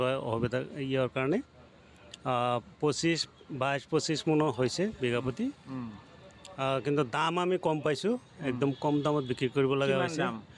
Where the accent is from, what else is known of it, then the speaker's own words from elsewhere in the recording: Chagunbari, Assam, India; মৈৰাবাৰীৰ ওচৰতে চগুনবাৰী গাঁও মোৰ গাঁও।